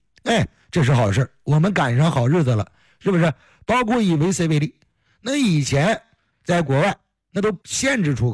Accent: China; 骄傲的是什么？是我生长在中华呀，生长在中国呀，土生土长的中国人呢。

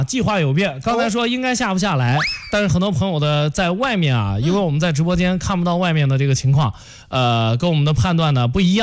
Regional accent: Jiaozuo, Henan, China; now in Zhengzhou, China; 咱老家下雨了，咱老家人都没给咱说一声。

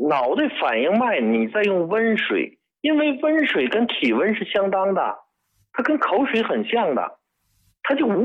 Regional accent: China; 我们中国人用针灸针砭，

